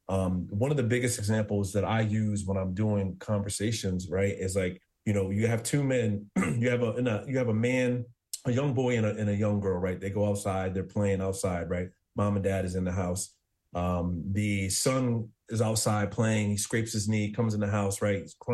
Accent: New Jersey, United States; I'm from New Jersey

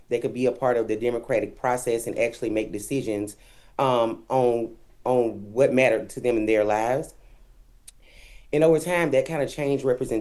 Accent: Selma, Alabama, United States; something very different from what I grew up in here in Selma

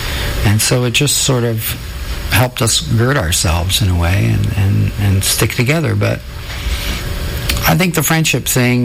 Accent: Canada; The curse of being Canadian is being nice, right?

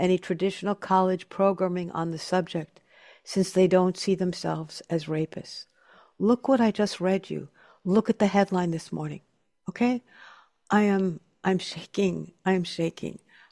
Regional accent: New York, United States; But I said, you know, I'm really proud that I'm from New York.

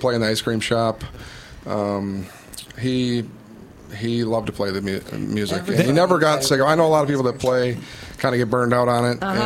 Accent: Arcadia, United States; I'm from Arcadia. We host the event at our property there in Arcadia, and I help make it happen.

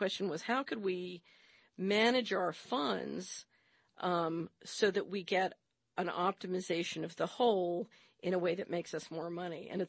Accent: Philadelphia, Pennsylvania, United States; I grew up in Philadelphia.

